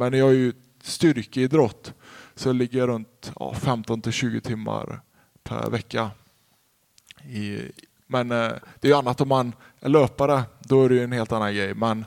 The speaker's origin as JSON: {"language": "Swedish", "town": "Skövde", "region": "Västra Götaland County", "country": "Sweden", "also_born_or_lived": "Åre", "moved": "yes", "said": "jag är uppvuxen i en skidåkande familj. Fast vi kommer från Skövde så började jag åka skidor runt 2-3 år gammal."}